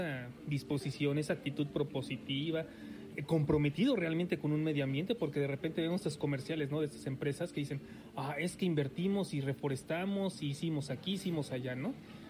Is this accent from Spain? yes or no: no; Mexico; nosotros como mexicanos